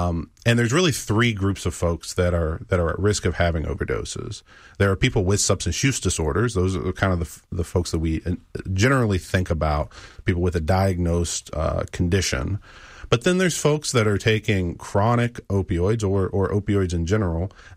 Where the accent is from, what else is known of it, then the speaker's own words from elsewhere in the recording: West Virginia, United States; Sure, yeah. I grew up in West Virginia. I'm from West Virginia